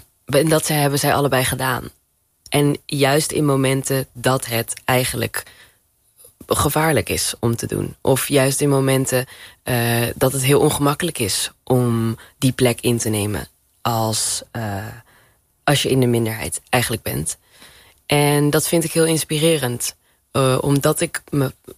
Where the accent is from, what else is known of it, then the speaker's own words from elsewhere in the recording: Suriname; om als Surinamer denk ik wel trots op te zijn.